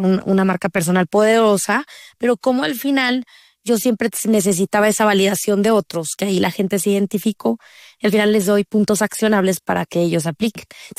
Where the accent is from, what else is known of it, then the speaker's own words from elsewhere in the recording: Mexico; now in Los Angeles, United States; En vocabulario mexicano diríamos